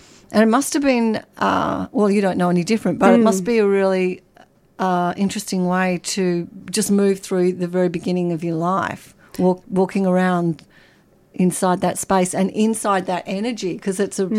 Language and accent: English; Western Australia, Australia; I grew up in Western Australia, and when I was really little, we lived over the road from the zoo